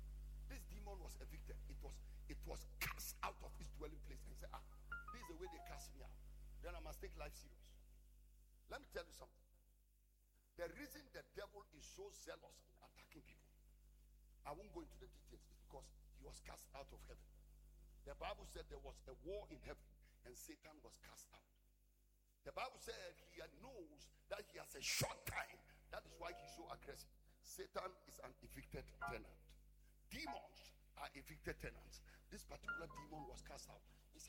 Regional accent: Upper East, Ghana; Nobody likes us or respects us in this Ghana. When you say I come from Upper East Region or I'm going to Upper East Region, they say, hey!

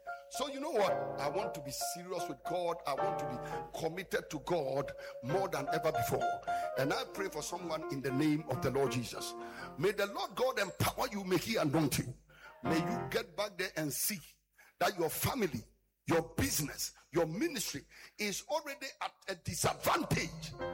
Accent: Upper East, Ghana; When you say, I come from Upper East region, or I'm going to Upper East region, they say, hey! Who cover them?

